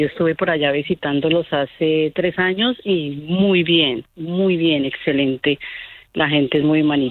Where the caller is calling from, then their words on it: Colombia; Yo soy de Colombia.